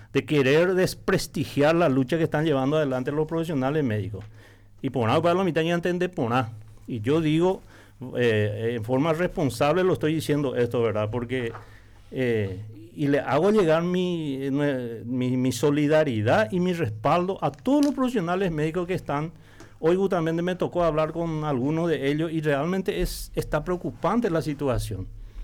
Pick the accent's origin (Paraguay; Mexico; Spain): Paraguay; como ciudadanos paraguayos también que pagamos nuestros impuestos